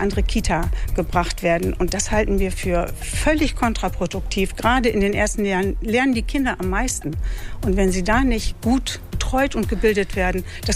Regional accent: Georgsmarienhütte, Lower Saxony, Germany; Ich komme ja aus Georgsmarienhütte. Wir haben mehrere Integrativgruppen.

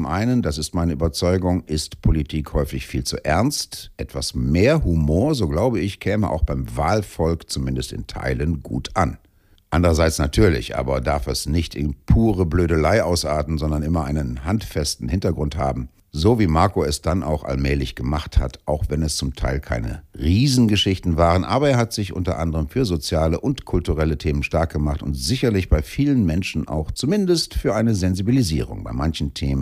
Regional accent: Bramsche, Lower Saxony, Germany; als er noch in meiner Heimatstadt Bramsche als Sozi Kommunalpolitik machte

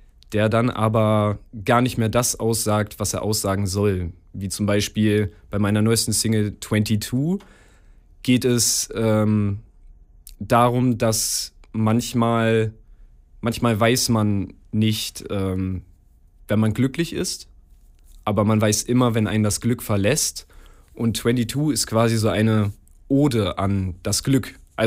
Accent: Hameln, Lower Saxony, Germany; ich komme aus Hameln und bin hier zur Schule gegangen und habe hier auch die Geige gelernt zu spielen.

